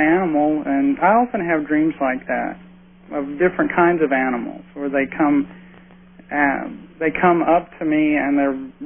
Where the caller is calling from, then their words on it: Memphis, Tennessee, United States; I'm from Memphis.